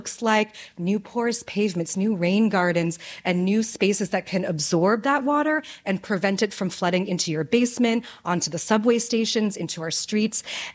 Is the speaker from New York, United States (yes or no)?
yes; New York, United States; I was just kind of curious as a New Yorker.